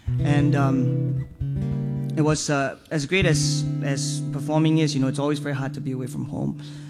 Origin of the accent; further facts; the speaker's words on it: Singapore; moved away as an adult; also born or lived in Chicago; now in United States; I was born in Chicago, and I grew up in Singapore.